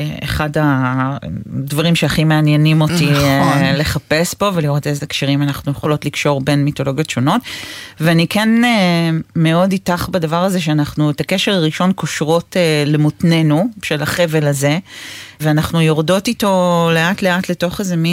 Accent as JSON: {"language": "Hebrew", "town": "Jerusalem", "region": "Jerusalem District", "country": "Israel", "tie": "born or raised there", "said": "אני מגיעה מרקע שהוא אמוני ודתי, וטקסי, אני גדלתי בירושלים, גדלתי בעיר העתיקה"}